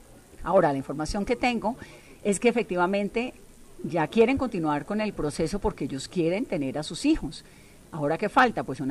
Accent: Colombia

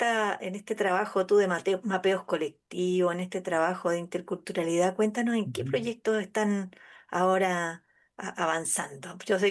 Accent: Chile

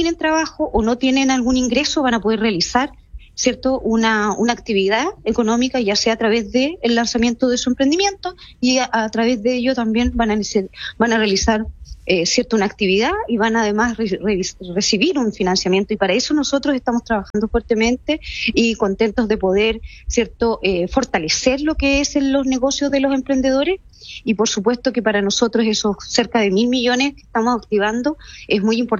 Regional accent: Chile; Somos chilenos y por supuesto que hay que celebrar la patria, nuestra tierra y nuestra región de Los Ríos

